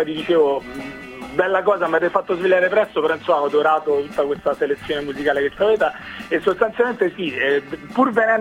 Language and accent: Italian; Rome, Lazio, Italy; insomma, che a Roma per esempio è molto più complesso, ora non c'è un'altra città italiana, perciò sono di Roma e ti dico quella